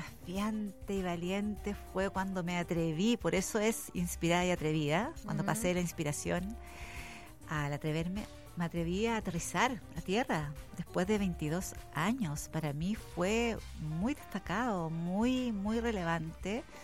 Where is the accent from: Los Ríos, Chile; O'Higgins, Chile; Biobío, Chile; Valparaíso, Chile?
O'Higgins, Chile; San Vicente de Tagua Tagua; born there; now in Santiago, Chile; de Santiago. Bueno, nací en San Vicente, Tahuatahua.